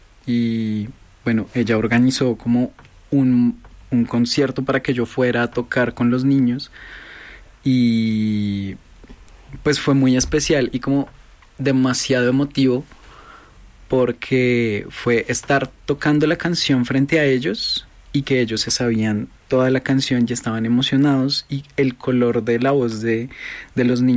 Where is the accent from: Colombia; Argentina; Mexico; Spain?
Colombia; Bogotá, Bogotá Capital District; born there; uno de mis pasatiempos favoritos de chiquito era elevar cometa en la Virgilio Barco.